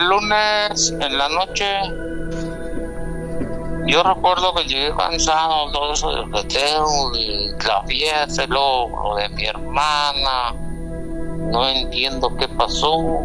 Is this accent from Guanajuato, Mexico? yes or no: yes; Guanajuato, Mexico; now in Chicago, United States